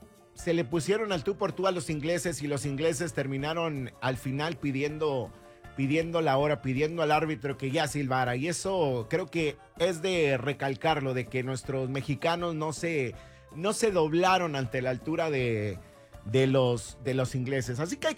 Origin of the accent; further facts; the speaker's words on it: Mexico; porque creímos nuevamente como mexicanos